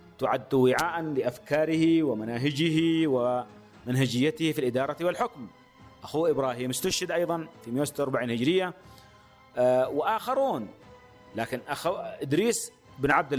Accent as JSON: {"language": "Arabic", "country": "Yemen", "said": "علينا كيمنيين"}